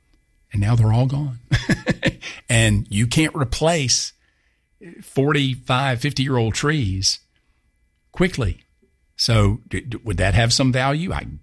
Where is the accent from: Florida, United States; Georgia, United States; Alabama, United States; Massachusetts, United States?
Georgia, United States; Augusta; But Augusta's my hometown.